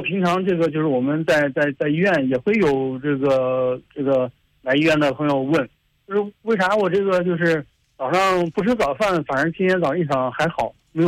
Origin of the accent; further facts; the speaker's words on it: Henan, China; 咱们河南人早上喜欢吃这个馒头啊、包子啊、油条啊，还有这个稀饭